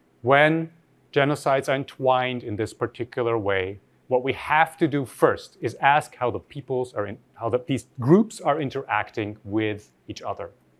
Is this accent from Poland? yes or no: no; Austria; I grew up in Austria. And if I tell you the numbers for Austria, they would mirror what I just told you.